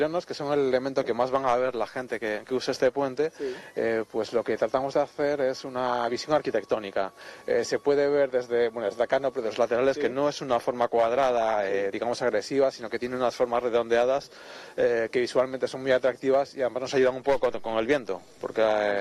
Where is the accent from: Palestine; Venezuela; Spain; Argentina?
Spain; Vengo de lejos, vengo de España.